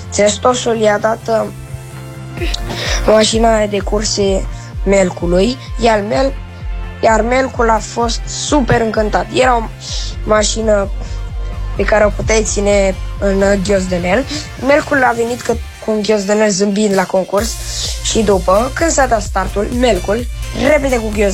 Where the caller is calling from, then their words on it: Bucharest, Romania; din București și am 10 ani